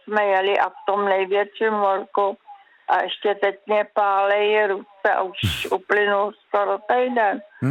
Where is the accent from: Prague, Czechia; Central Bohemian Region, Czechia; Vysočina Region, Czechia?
Prague, Czechia; born there; Já jsem se narodila v Radotíně, na idylickém místě. Tenkrát to byl městys a byla to slepá ulice, vrátka do lesa.